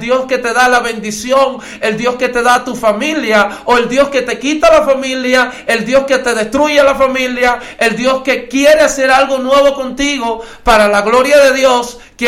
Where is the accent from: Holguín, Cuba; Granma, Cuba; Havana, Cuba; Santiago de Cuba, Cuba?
Holguín, Cuba; moved away; Vengo de ahí, nazco de ahí, crezco ahí